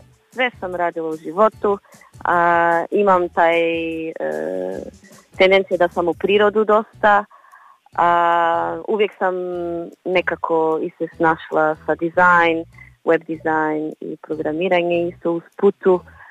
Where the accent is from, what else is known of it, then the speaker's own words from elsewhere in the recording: Portugal; Croatian is a second language; moved away as an adult; now in Pula, Croatia; ja sam inače iz Portugalu.